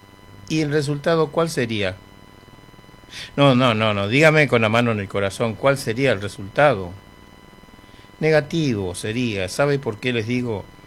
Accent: Presidencia de la Plaza, Chaco, Argentina; moved away; Quiero saludar a mis amigos de Presidencia de la Plaza, a mi pueblo, para todos mis parientes.

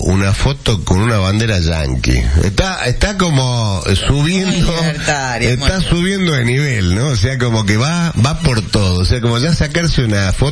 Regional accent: Argentina; Porque judío soy yo y soy peronista, soy

